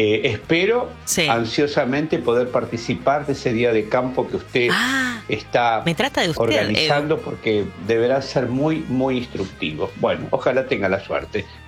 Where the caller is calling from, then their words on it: Buenos Aires, Argentina; de Palermo